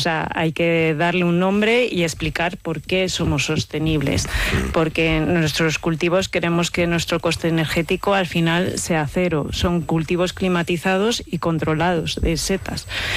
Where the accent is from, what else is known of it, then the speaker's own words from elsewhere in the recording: Valladolid, Castile and León, Spain; moved away as an adult; now in Montaña Palentina, Spain; Soy de Valladolid.